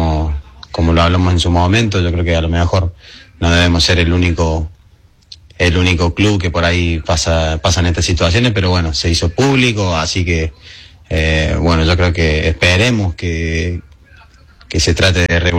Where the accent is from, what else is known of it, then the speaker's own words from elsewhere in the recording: Arroyito, Córdoba, Argentina; born there; moved away; somos ahí de Córdoba, no de Capital, pero bueno, es todo Córdoba